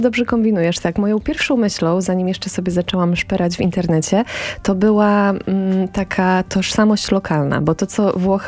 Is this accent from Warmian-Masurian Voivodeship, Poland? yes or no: yes; Giżycko, Warmian-Masurian Voivodeship, Poland; Ale już na przykład to, że jestem Giżyczanką, jak najbardziej.